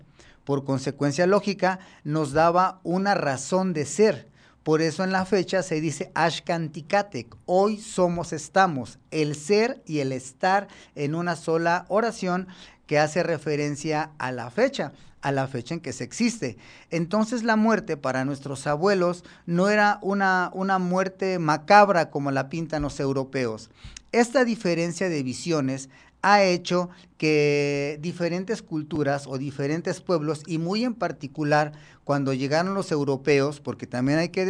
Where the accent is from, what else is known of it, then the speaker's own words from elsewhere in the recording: Mexico; para que nosotros como mexicanos analicemos la parte fundamental de nuestra historia